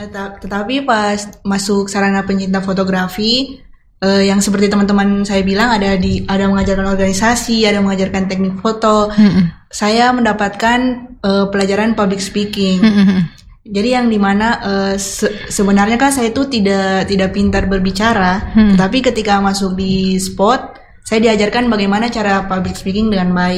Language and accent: Indonesian; Parigi Moutong, Central Sulawesi, Indonesia; Kalau saya dari Parigi Motong.